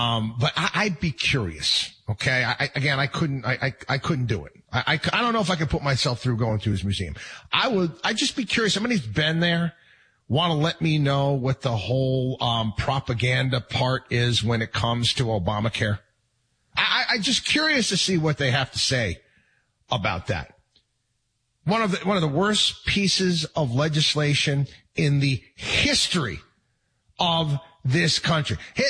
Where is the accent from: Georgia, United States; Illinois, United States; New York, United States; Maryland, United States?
New York, United States; I grew up in New York